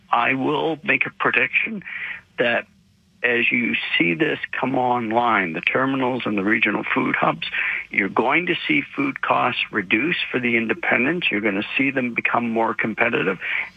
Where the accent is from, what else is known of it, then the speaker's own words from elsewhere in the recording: Canada; I think is most important as a Canadian, is that in many areas of this country, we only have one.